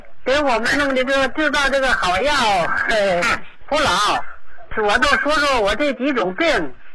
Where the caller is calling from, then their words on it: Tangshan, Hebei, China; 我是唐山市的。